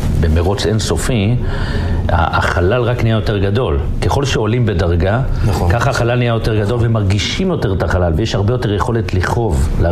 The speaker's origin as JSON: {"language": "Hebrew", "town": "Jerusalem", "region": "Jerusalem District", "country": "Israel", "tie": "born or raised there", "said": "אני גדלתי בירושלים."}